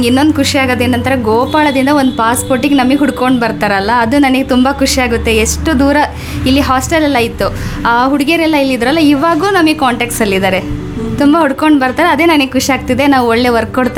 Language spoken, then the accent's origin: Kannada; Haveri district, Karnataka, India; born there; ನಾನು ಹುಟ್ಟಿದ್ದು ಹಾನಗಲ್ ತಾಲೂಕ್ ಹಾವೇರಿ ಡಿಸ್ಟಿಕ್ ಕೂಸ್ನೂರ್ ಅಂತ ಒಂದು ಹಳ್ಳಿಯಲ್ಲಿ ಹುಟ್ಟಿದ್ದು.